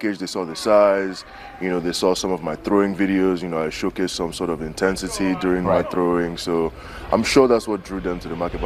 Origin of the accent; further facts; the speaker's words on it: Nigeria; now in United States; I'm Nigerian